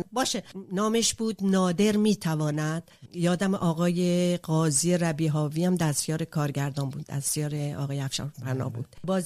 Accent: Tehran, Tehran Province, Iran; در تهران به دنیا اومدم، در تهران بزرگ شدم، نوجوان شدم و جوان.

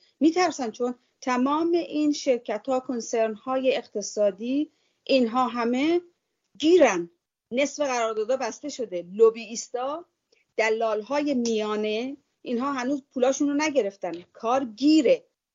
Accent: Iran; moved away; من ایرانی هستم

